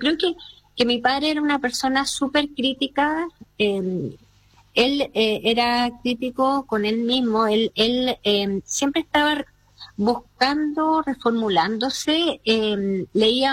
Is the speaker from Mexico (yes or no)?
no; Chile; de las que nosotros también como chilenos nos fuimos enterando